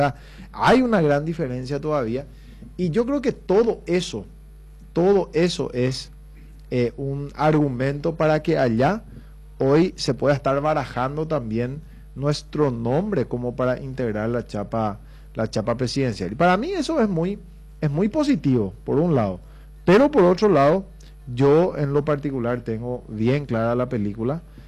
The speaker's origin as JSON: {"language": "Spanish", "country": "Paraguay", "said": "Más todavía nosotros que provenimos del Paraguay profundo, ¿verdad? Que somos del interior"}